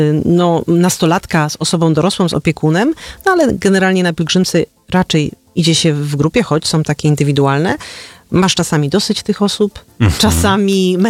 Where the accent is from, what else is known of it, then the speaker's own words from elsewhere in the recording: Częstochowa, Silesian Voivodeship, Poland; Ja tak o te Częstochowe pytam nie bez kozery, bo jestem sama częstochowianką, co też powoduje, że z jednej strony, no ja jest na górę, jest jak mój drugi dom, tak?